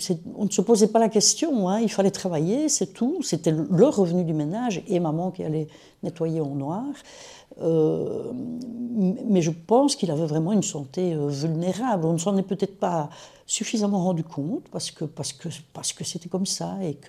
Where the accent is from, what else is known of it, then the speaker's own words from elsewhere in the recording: Wallonia, Belgium; Oui, je suis originaire de la Famenne. En effet, je suis née à Marlois.